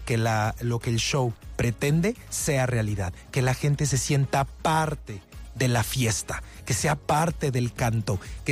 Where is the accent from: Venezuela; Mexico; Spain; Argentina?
Mexico; nosotros como mexicanos